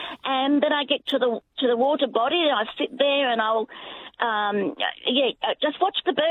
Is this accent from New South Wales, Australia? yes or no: no; Ballarat, Victoria, Australia; I grew up in Ballarat, not far from Lake Wendouree.